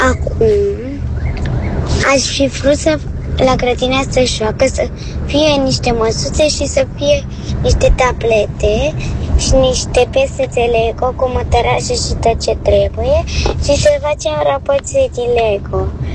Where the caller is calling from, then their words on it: Constanța, Constanța County, Romania; din Constanța. Am 7 ani, 8 ani